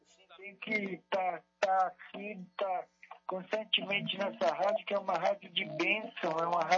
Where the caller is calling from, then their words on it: Franco da Rocha, São Paulo, Brazil; Franco da Rocha